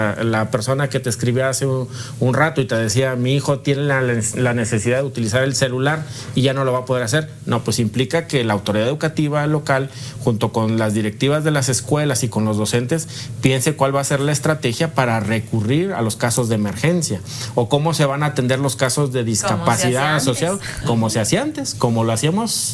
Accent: Mexico; En el caso de los mexicanos, estamos en el cuarto lugar en uso de tecnologías digitales y de inteligencia artificial

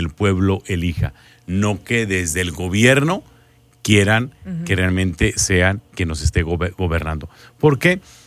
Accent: Mexico; Ya ves cómo somos los mexicanos.

